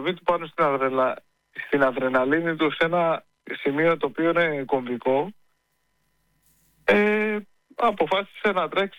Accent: Rhodes, South Aegean, Greece; Το λέω ως Ροδίτης, κυρίως, έχει το ρεκόρ στα τροχιά.

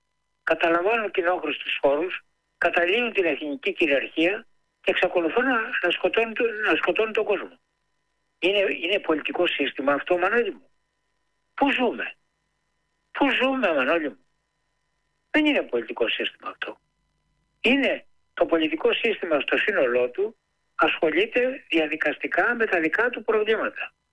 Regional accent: Gortynia, Peloponnese, Greece; της οικογένειας Αγγελόπουλων, που είναι από την πατρίδα μου κάτω από τη Γουρτινία.

